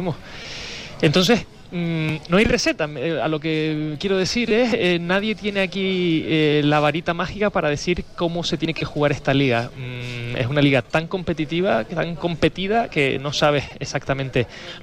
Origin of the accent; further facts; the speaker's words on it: Canary Islands, Spain; Yo como buen canario creo que todavía me espera el frío de Huesca